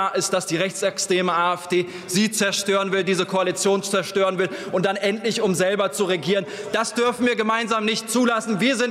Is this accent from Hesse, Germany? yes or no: no; Krefeld, North Rhine-Westphalia, Germany; moved away; Ich komme ursprünglich aus Krefeld.